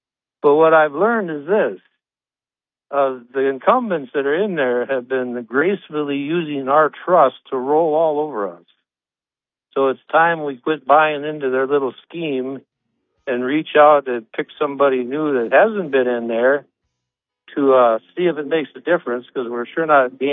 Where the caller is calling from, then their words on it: United States; I'm an American farmer, small businessman.